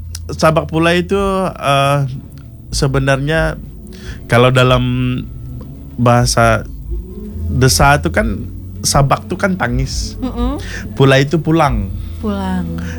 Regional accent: Kalimantan, Indonesia; tapi saya sebagai orang Dayak, putra Dayak, aku pengen nunjukin kalau putra Dayak juga punya potensi yang sama dengan orang-orang di luar sana.

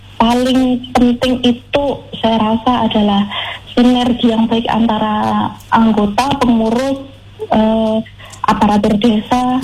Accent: Malang, East Java, Indonesia; moved away as an adult; now in Central Lampung, Indonesia; Dari Kota Malang, Jawa Timur. Kemudian saya kebetulan pindah ke Lampung itu sekitar bulan Desember, Lampung Tengah.

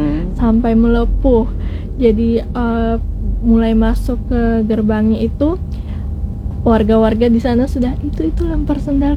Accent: Ambon, Maluku, Indonesia; dari opa, ayah, sampai saya tinggal dan besarnya di Ambon, di kota Ambon.

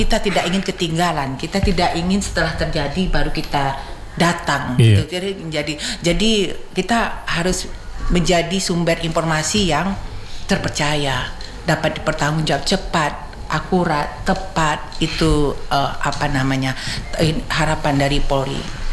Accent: West Sumatra, Indonesia; Saya asli Sumatera Barat

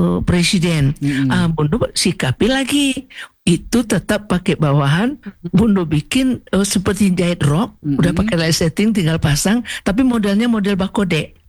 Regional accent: West Sumatra, Indonesia

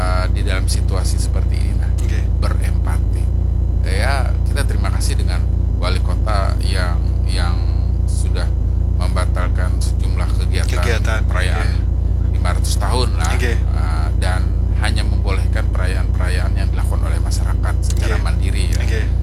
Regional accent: Kalimantan, Indonesia; kita warga Kalimantan

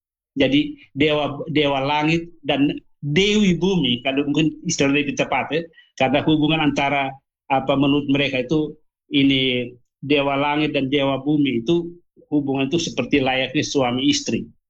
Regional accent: East Nusa Tenggara, Indonesia; first language Dawan; Indonesian is a second language; kalau kami orang Timur yang berbahasa Dawan, yang walaupun sudah beragama itu, menyebut Tuhan Allah itu dengan istilah Wisneno.

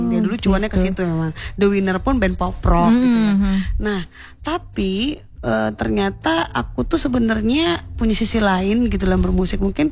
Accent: Padang, West Sumatra, Indonesia; kita sebagai orang Minang Padang

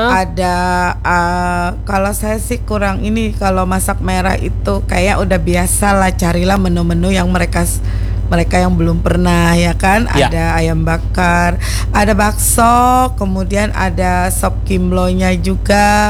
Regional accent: South Kalimantan, Indonesia; ibu, bapak, mohon izin, saya kan orang Banjar nih.

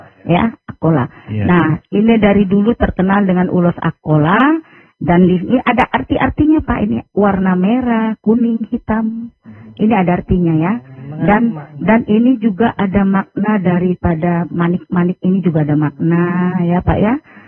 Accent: North Sumatra, Indonesia; di orang kita Batak ya.

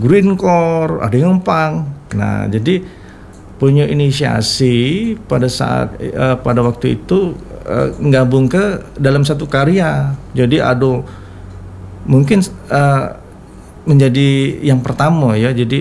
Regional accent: Palembang, South Sumatra, Indonesia; kita sebagai orang Palembang harus bangga

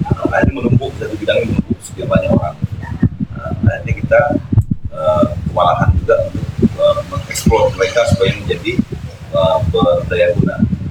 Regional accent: Natuna, Riau Islands, Indonesia; kita anak Natuna ini

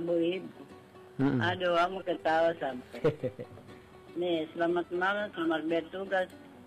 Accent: Java, Indonesia; Aku Jawa.

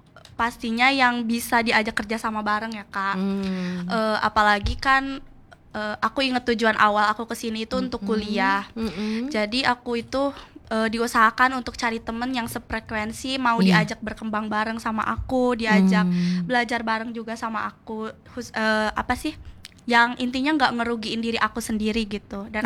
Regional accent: Palembang, South Sumatra, Indonesia; moved away; Orang Palembang.

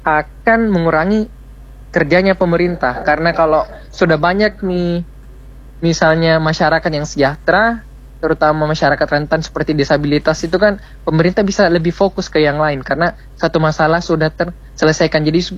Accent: Makassar, South Sulawesi, Indonesia; kita ini orang Makassar

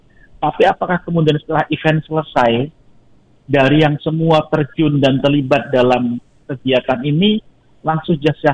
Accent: Boyolali, Central Java, Indonesia; Saya orang Boyolali

